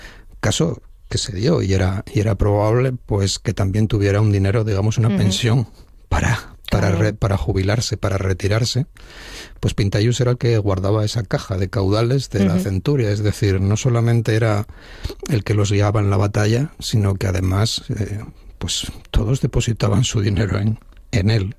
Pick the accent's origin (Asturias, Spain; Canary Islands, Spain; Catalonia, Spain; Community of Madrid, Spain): Asturias, Spain; Oviedo; born there; now in Lena, Spain; yo soy nacido en Oviedo, pero resido en Lena